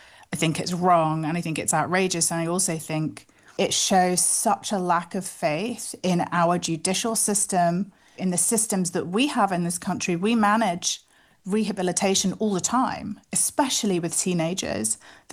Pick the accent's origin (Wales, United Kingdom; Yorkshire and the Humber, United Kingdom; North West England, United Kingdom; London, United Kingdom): North West England, United Kingdom; Manchester; I have ancestry that's not English, even though I was born in Manchester, I've grown up here, I really couldn't imagine being a citizen of anywhere else. I don't have citizenship anywhere else.